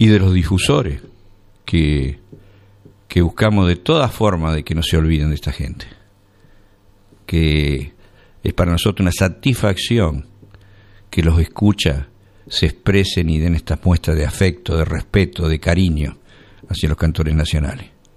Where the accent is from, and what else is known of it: Argentina